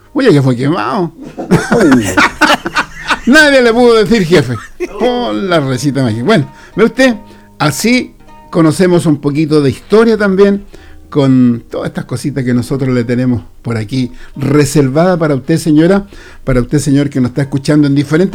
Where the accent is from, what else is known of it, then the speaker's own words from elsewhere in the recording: Chile; Ya, soy guaso de Chile lindo, miércoles.